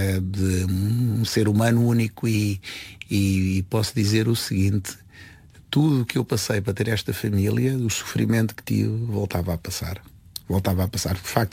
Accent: Portugal; Nós nascemos em Portugal há 50 gerações, desde Tomar para agora.

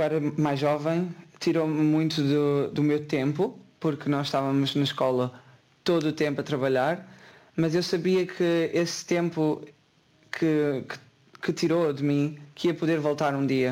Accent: Portugal; now in Estonia

